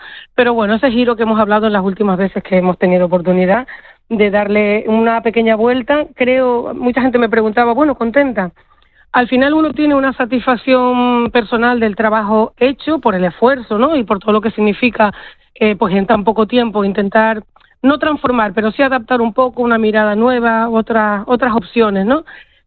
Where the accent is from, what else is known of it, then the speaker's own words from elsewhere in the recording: La Palma, Canary Islands, Spain; moved away; Yo me voy a La Palma, mi amor, porque tengo que hablar del bar La Cueva en mi pueblo